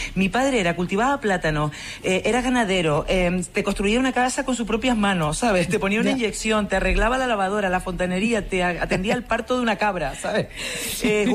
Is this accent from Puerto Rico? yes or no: no; El Paso, Canary Islands, Spain; now in Madrid, Spain; Cuento lo mismo, que soy del municipio del Paso, que me fui de La Palma por salir del Paso